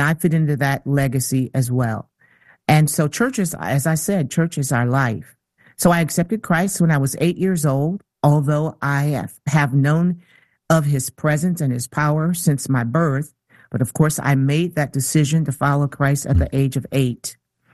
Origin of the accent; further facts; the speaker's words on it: Jackson, Michigan, United States; moved away as an adult; And I grew up there in Jackson. My father was a pastor. My father … came up from the South during the Great Migration of the late 1940s and settled there in southern Michigan.